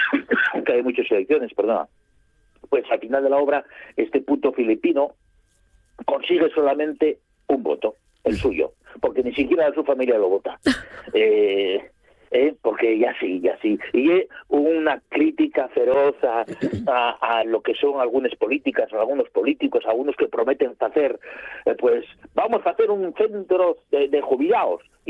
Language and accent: Spanish; Asturias, Spain; descubren cómo somos los asturianos a la hora de enfrentarnos a todos los aspectos de la vida